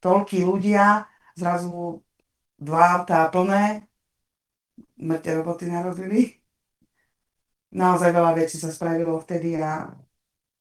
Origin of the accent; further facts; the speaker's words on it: Čeláre, Banská Bystrica Region, Slovakia; born there; môj otec s maminkou sa presťahovali na Kirť a proste my sme sa tam všetci, ja a moji súrodníci, všetci sme sa tam už narodili.